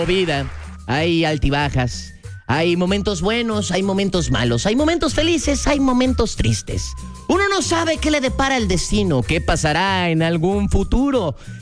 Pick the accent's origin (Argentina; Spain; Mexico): Mexico